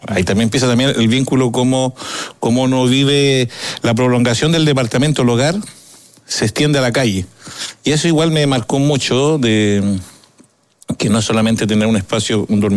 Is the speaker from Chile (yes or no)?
yes; Lautaro, Araucanía, Chile; born there; Entonces, de pronto partía, no sé, en Temuco, porque yo nací en Lautaro.